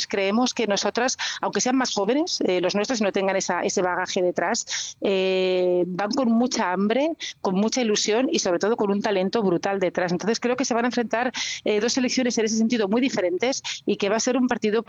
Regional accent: Catalonia, Spain; Tú sabes que estamos en Cataluña

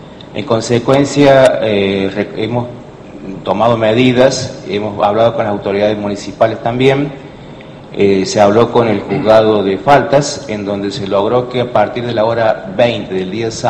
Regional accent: Argentina

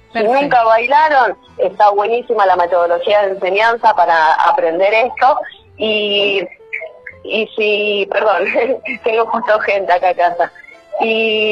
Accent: Argentina; es nuestra historia como argentinos también.

